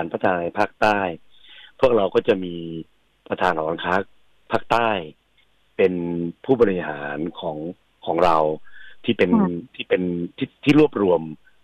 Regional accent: Phang Nga, Thailand; now in Phuket, Thailand; ผมบ้านเกิดเป็นคนจังหวัดพังงาครับ

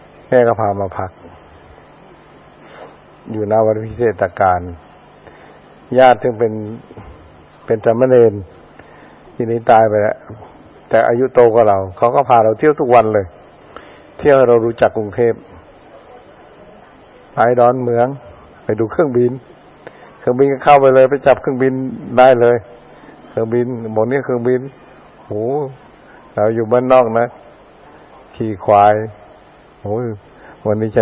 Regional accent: Suphan Buri, Thailand; ตอนนั้นก็อายุประมาณ10ขวบมั้งมาจากสุพรรณก็ล่องเรือมาพักที่บางกอก

